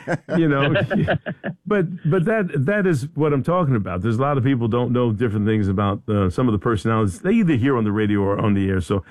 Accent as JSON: {"language": "English", "town": "Philadelphia", "region": "Pennsylvania", "country": "United States", "said": "I live down here. I'm from Philadelphia, and I've got a brother up in Amsterdam, New York."}